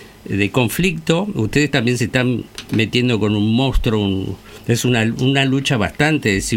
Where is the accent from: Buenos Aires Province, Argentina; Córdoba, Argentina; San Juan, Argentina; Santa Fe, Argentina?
Buenos Aires Province, Argentina; Bernal; yo soy de Bernal, viví toda la vida en Bernal.